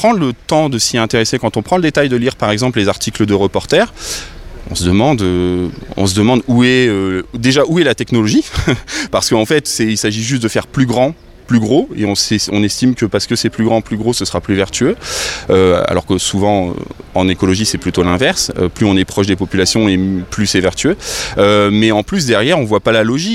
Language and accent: French; Oisy-le-Verger, Hauts-de-France, France; also born or lived in Douai; je suis né à Douai, mais j'ai fait de 6 ans à 22 ans Oisil-le-Verger, j'ai habité ici, donc je connais bien